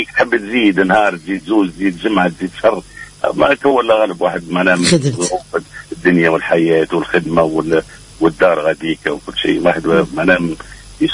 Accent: Zarat, Gabès Governorate, Tunisia; now in Paris, France; أصيل منطقة الزارات ولاية جابس، متعرف هو عندي قرابة 40 سنة في باريس

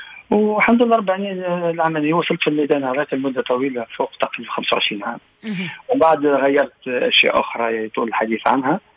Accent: Tunisia; moved away as an adult; now in France; أنا تونسي

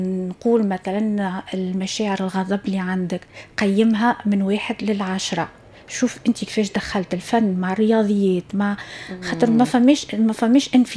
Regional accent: Ariana, Ariana Governorate, Tunisia; also born or lived in Tunis / El Haouaria (family roots); وعشت المراهقة متاعي في أريانا، برج باكوش، قريت في برج باكوش.

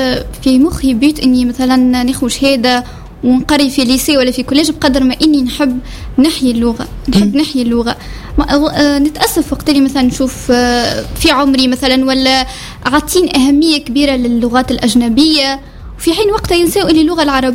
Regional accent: Bir Ali Ben Khalifa, Sfax Governorate, Tunisia; بيرعلي العويد.

